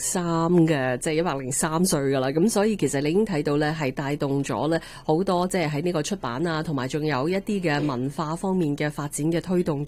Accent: Canada; 一啲咧喺我哋加拿大人关心嘅事项

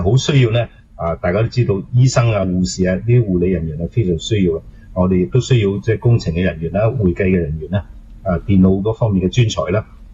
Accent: Canada; 我哋加拿大人口老化

